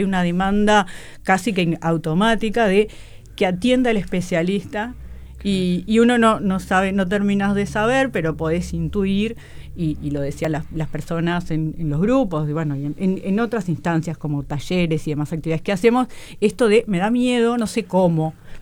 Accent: Uruguay

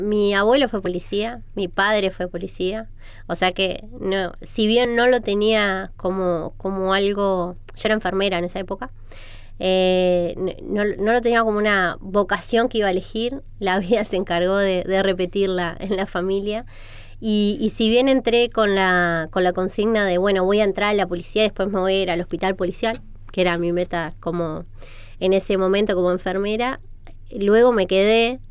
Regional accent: Las Piedras, Canelones, Uruguay; yo soy de Las Piedras, entonces también nos conocemos todos. Es más, si bien estamos cerquita de Montevideo, conservamos todavía mucho la idiosincrasia, sí, de local.

